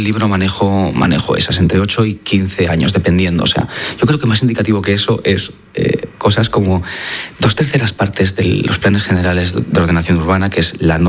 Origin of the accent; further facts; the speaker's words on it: Valencian Community, Spain; en mi tierra, en la Comunidad Valenciana.